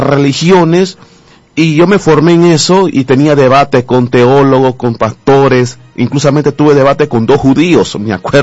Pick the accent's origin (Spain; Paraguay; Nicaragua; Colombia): Nicaragua; y yo me acuerdo que los compañeros de clase se apartaban de mí, porque hedía, y allá en Nicaragua, en mi país, se le llaman mosca